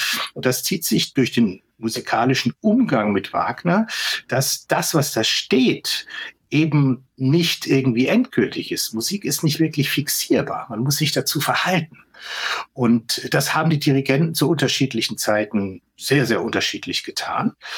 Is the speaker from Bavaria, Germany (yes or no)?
yes; Bayreuth, Bavaria, Germany; als gebürtiger Bayreuther